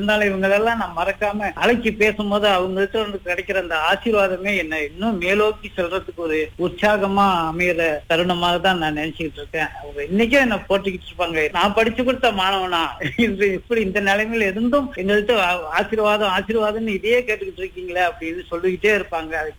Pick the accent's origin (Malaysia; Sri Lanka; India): Malaysia; Kuala Lipis, Pahang; moved away; நான் பிறந்து வளர்ந்த அந்த தோட்டத்து மண்ணின் வாசம் இன்றும் என்னோட பயணித்துக் கொண்டிருக்கின்றது.